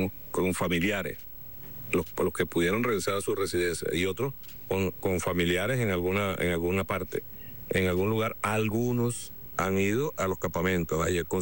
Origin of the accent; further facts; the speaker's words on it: Venezuela; aquí estoy yo presente, como siempre somos los venezolanos.